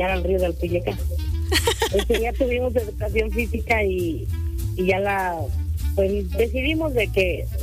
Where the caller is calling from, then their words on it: Cuernavaca, Morelos, Mexico; yo no vivo en Temisco, yo vivo para acá del Polvorín.